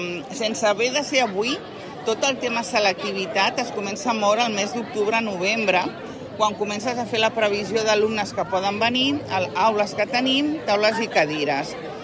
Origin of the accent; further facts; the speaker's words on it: Malgrat de Mar, Catalonia, Spain; Sí, també vinc de Malgrat.